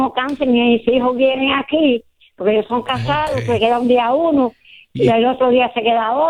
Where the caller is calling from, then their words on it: San Juan, Puerto Rico; Ah, mire, habla … de San Juan.